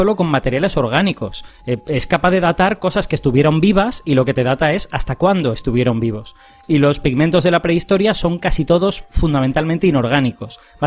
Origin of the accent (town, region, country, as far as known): Spain